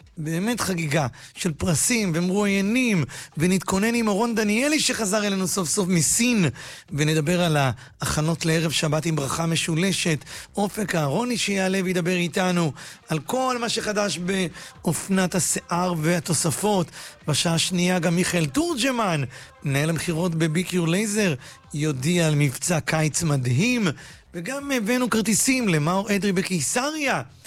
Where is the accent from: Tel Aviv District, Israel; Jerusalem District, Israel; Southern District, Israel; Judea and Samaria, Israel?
Tel Aviv District, Israel; Bat Yam; זה אנשים שאני אישית גדלתי איתם בבת ים, אנחנו בני אותו גיל כמעט